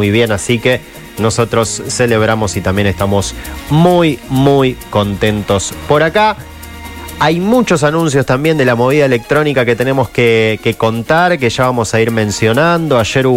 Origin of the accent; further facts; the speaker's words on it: Argentina; pero la puta madre, somos argentinos.